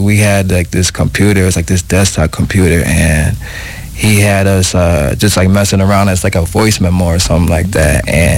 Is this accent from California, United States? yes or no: no; Minnesota, United States; So I was a youngin' when I moved out to Minnesota. So my journey, I'm a Minnesotan.